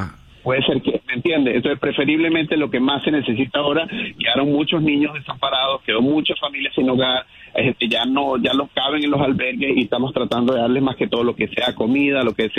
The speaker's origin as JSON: {"language": "Spanish", "country": "Venezuela", "moved": "yes", "lives_now": "Los Angeles, United States", "said": "Sí, soy venezolano. Afortunadamente soy del occidente"}